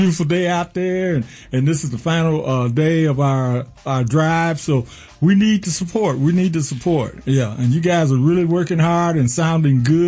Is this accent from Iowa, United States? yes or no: no; Detroit, Michigan, United States; born there; now in Atlanta, United States; No, I wasn't born and raised here. I was born in the Motor City.